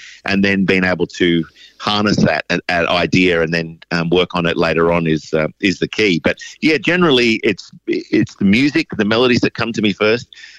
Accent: Wagga Wagga, New South Wales, Australia; I'm from Wagga. That's my hometown. I grew up in that beautiful city.

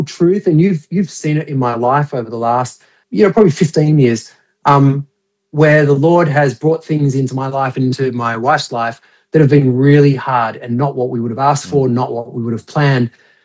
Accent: Australia; I love the fact that I'm an Aussie getting played on Aussie Christian radio.

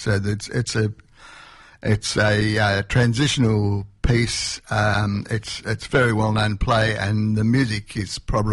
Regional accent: Canberra, Australian Capital Territory, Australia; moved away as an adult; also born or lived in Brisbane; I grew up in Canberra and I played a lot there.

